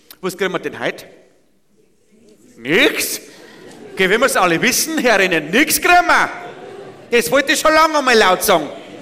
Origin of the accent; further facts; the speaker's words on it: Bavaria, Germany; aber da wo ich herkomme, im Bayerischen Wald, wir haben de facto keinen ÖPNV.